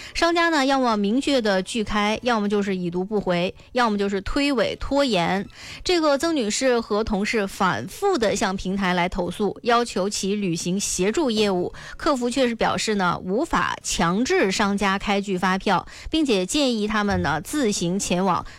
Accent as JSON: {"language": "Chinese", "region": "Northeast China", "country": "China", "said": "用咱们东北话说"}